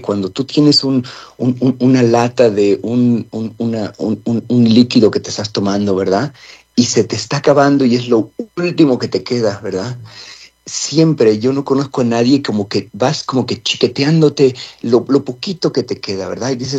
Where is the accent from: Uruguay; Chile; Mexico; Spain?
Mexico; now in Denver, United States; Yo crecí en México donde la presión del agua venía de gravedad y del tinaco, ¿verdad? Donde no había esa presión.